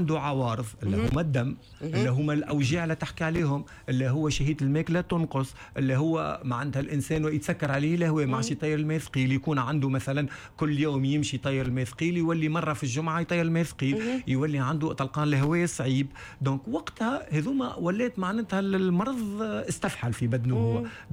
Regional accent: Tunisia

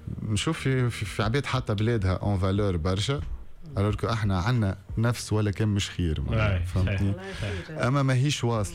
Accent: Tunisia

